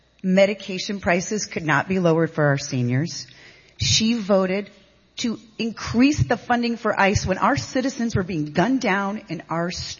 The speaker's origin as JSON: {"language": "English", "town": "Caribou", "region": "Maine", "country": "United States", "tie": "born or raised there", "said": "So I grew up in Caribou, Maine, and we had a meager beginning. And we struggled, like a lot of Mainers struggle."}